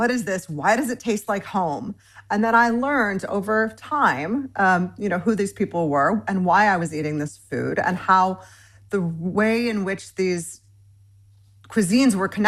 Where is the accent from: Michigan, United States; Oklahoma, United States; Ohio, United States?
Michigan, United States; I'm Iranian-American. I grew up in Michigan, but my dad and my mom's from Michigan.